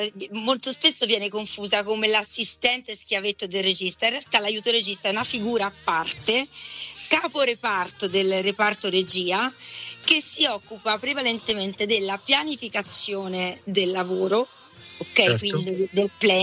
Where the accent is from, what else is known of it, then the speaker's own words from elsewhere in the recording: Prato, Tuscany, Italy; moved away as an adult; now in Rome, Italy; sono partita da quella teatrale nella mia città, a Prato, da quando avevo tipo 6 anni